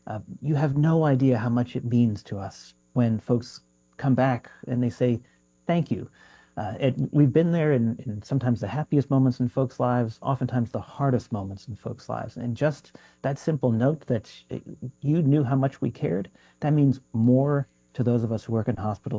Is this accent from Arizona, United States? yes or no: no; North Carolina, United States; I worked in a hospital in my hometown in North Carolina.